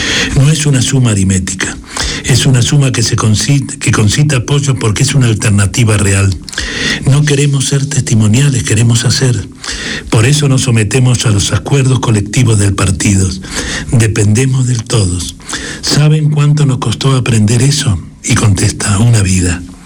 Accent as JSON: {"language": "Spanish", "country": "Uruguay"}